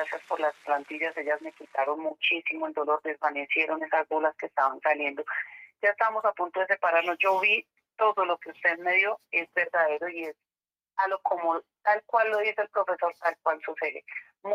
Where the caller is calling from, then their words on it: Macanal, Boyacá, Colombia; yo le llamo Macanal Boyacá.